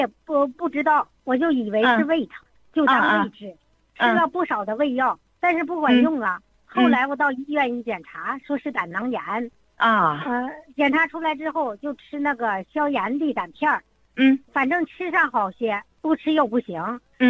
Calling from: Shandong, China; 我家是山东的。

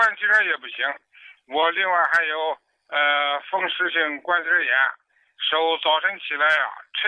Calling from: Baoding, Hebei, China; 我是河北保定的。

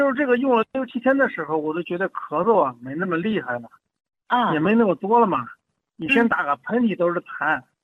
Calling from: Baotou, Inner Mongolia, China; 我是包头的。

